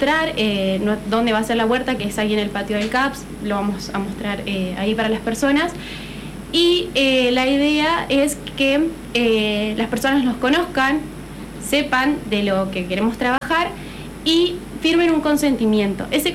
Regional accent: Entre Ríos, Argentina; yo soy de Asenken, Entre Ríos.

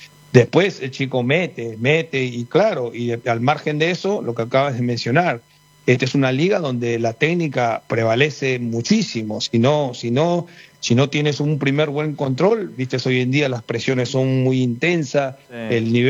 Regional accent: Peru; now in England, United Kingdom

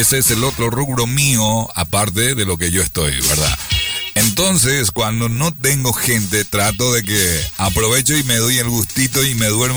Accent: Paraguay; moved away; cuando me cruzo con una vendedora paraguaya que tenga un local, ¿verdad?, por acá, y siempre me paro y le compro algo siempre a nuestra paisana

